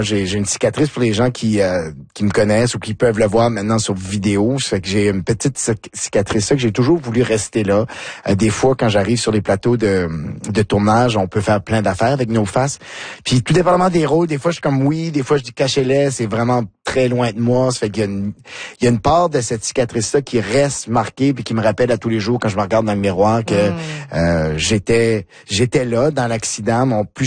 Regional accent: McLeod, New Brunswick, Canada; J'ai aimé surtout le fait que t'as dit que j'étais originaire de McLeod.

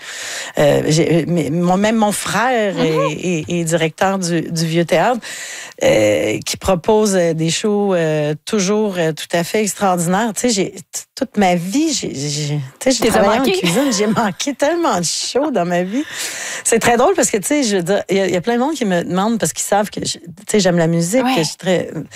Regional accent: Quebec, Canada; Tu sais, puis chez nous, dans le Bas-Saint-Laurent, tu sais, avec, avec le vieux théâtre de Saint-Fabien

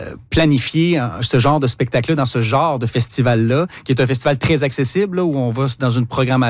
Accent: Rimouski, Quebec, Canada; Et moi, je viens de Rimouski

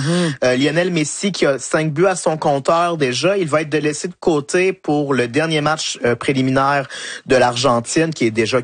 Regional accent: Quebec, Canada; C'est là, qui ça s'illumine. Quand on parle de mon patelin.

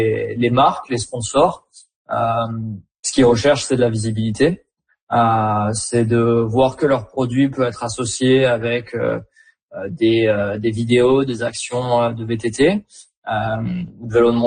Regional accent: France; now in Whistler, Canada; j'ai quitté la France pour venir au Canada pour réaliser mon rêve qui était de rouler le Whistler Bike Park et découvrir un peu la Colombie-Britannique.

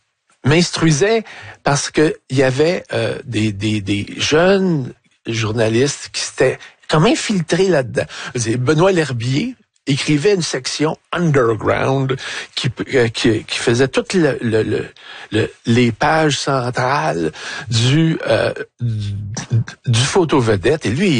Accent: Montreal, Quebec, Canada; Je venais du sol de Montréal-Nord où dès l'enfance, j'achetais des 45 tours au coin de la rue.

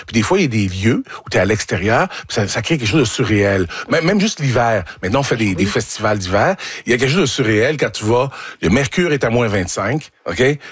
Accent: Quebec, Canada; Tu sais, moi, j'ai grandi en Mauricie, OK?

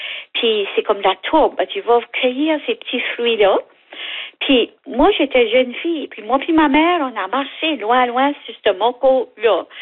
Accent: Pointe-Sapin, New Brunswick, Canada; moi j'ai grandi à Pointe-Sapin.

